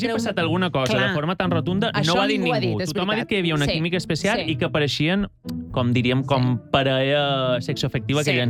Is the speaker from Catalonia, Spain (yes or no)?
no; Balearic Islands, Spain; accent: Majorcan; vos record que sóc mallorquina, per si no ho havíeu notat per accent